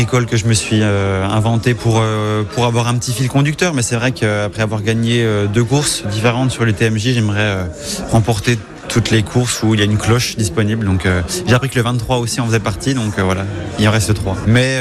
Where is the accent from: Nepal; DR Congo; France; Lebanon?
France; Bourgogne-Franche-Comté; D'une part, que je viens d'ici, je viens du Jura, maintenant j'habite au Rousse, donc c'est à côté.